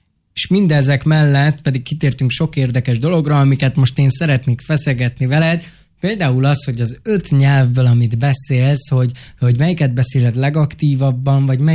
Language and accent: Hungarian; Hungary; hiszen magyarországi roma vagyok, és be tudok illeszkedni a többségi társadalomban.